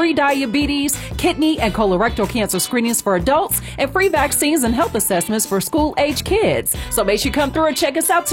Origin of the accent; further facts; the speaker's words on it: Willis, South Carolina, United States; At least that's where I'm going to be for the choir anniversary at Silver Spring Baptist Church in my hometown of Willis, South Carolina.